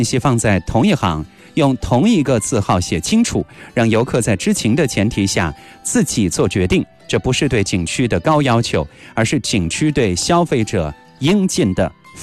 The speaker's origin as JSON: {"language": "Chinese", "town": "Shuyang", "region": "Jiangsu", "country": "China", "said": "我们沭阳的方言叫螃蟹流"}